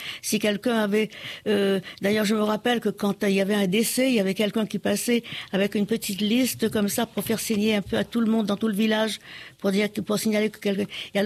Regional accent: Les Avirons, Réunion; now in Saint-Denis, Réunion

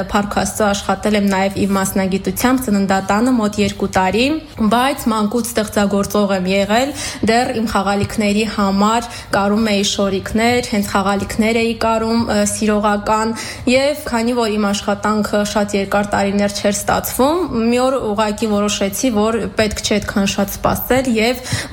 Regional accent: Nagorno-Karabakh, Azerbaijan; 28 տարեկան, ծնվել եմ Արցախում, մեծացել եմ զինվորականի ընտանիքում

